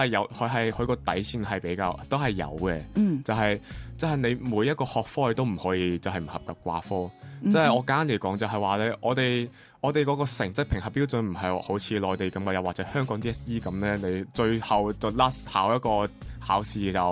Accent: Macau; 我哋澳门人

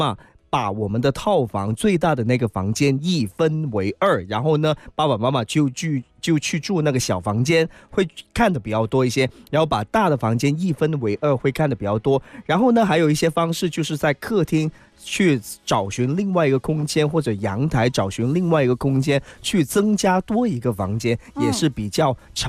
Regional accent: China; 毕竟呢我们中国人的传统叫做男女授受不亲嘛

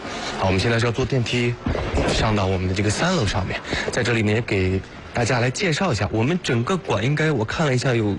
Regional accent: Anhui, China; 我虽然我也是一个安徽人

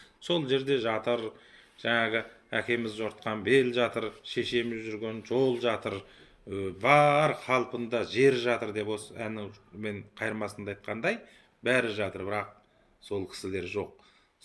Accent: Fukang, Xinjiang, China; moved away; Көн енді осы кісінің де туған жері, менің де туған жерім осы Фуқан қаласы мен Аққала ауылының негізі қыстаулық жері.

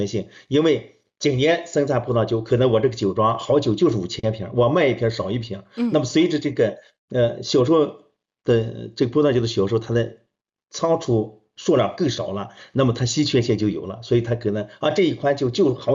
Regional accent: China

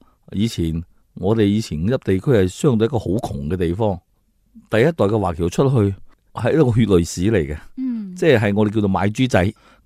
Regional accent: Jiangmen, Guangdong, China; 喺江门，我哋家乡

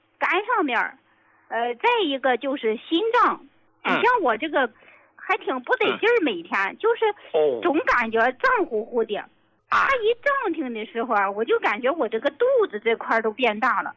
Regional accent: Tai'an, Shandong, China; 谢谢。我是山东的，山东泰安的听众

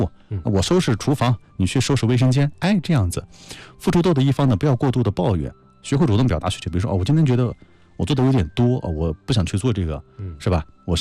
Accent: China; 特别是我们中国人的语言相当的优美啊。

